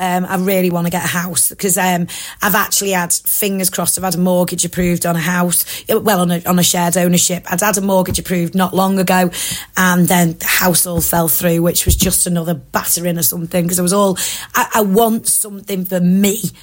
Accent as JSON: {"language": "English", "town": "Southport", "region": "North West England", "country": "United Kingdom", "tie": "born or raised there", "said": "that went on in Southport, my kids have never seen me cry. And I was uncontrollably sobbing. It was my hometown this has happened in."}